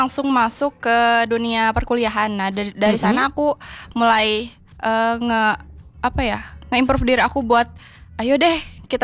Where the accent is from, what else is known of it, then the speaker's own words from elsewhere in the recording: Batujajar, West Java, Indonesia; Iya, aku kebetulan dari KBB.